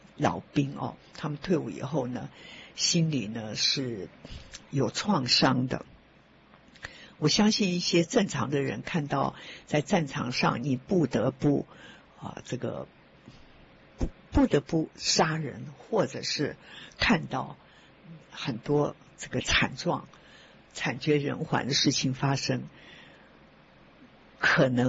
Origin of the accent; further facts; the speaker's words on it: China; now in United States; 所以我们中国人呢这个习惯就是，既然我来到这边了，我就先把房子给买了再说啊，这也是我们中国人的一个好习惯。